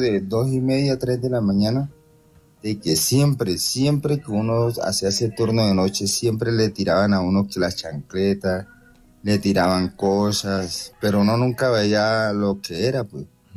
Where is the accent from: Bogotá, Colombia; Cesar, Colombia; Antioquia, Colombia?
Cesar, Colombia; Curumaní; now in Ecuador; Yo soy de Curumaní, César, pero en este momento estoy en el Ecuador.